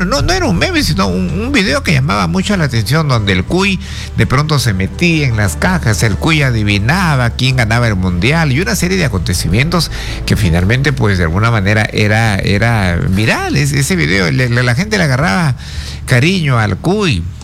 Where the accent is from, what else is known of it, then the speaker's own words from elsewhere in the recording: Tarapoto, San Martín, Peru; Chachapoyas, Tarapoto, mi tierra, Cerro Mocho, Sullana, Piura, donde finalmente nos acompañan.